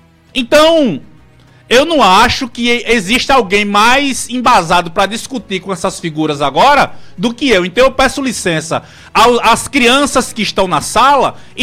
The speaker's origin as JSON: {"language": "Portuguese", "town": "Santa Rita", "region": "Paraíba", "country": "Brazil", "tie": "born or raised there", "said": "Nasci em Santa Rita e vivo a política de Santa Rita na casa de Severino Maroja desde os 15 anos de idade."}